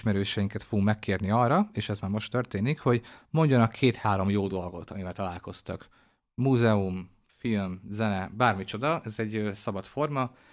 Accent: Hungary; hát igazából sértve magyarként. Úgyhogy ennek a társadalomnak a tagja vagyok

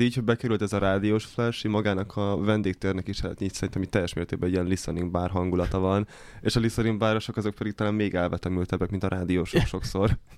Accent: Transylvania, Romania; moved away; én Erdélyből származok

